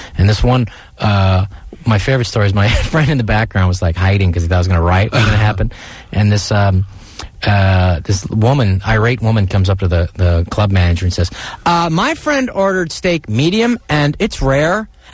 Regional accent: Pacifica, California, United States; born or raised there

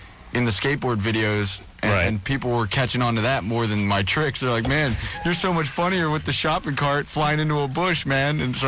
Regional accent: Philadelphia, Pennsylvania, United States; and I'm from Philadelphia.

